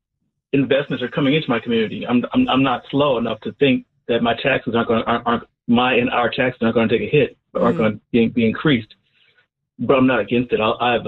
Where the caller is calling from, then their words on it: Chicago, Illinois, United States; I live in South Shore